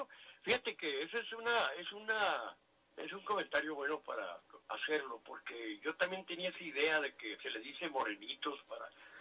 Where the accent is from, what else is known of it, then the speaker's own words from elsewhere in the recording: Mexico; los morenos somos nosotros, los mexicanos.